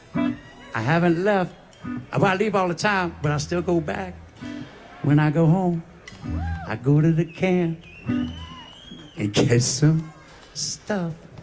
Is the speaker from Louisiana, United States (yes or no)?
yes; Houma, Louisiana, United States; from Houma, Louisiana. I've been coming up here for a long time, dragging some swamp from the bottom of the Mississippi River. I live where it comes out into the Gulf